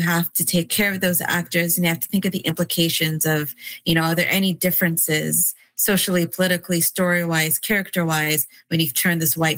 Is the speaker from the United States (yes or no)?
no; Canada; I'm Nigerian Canadian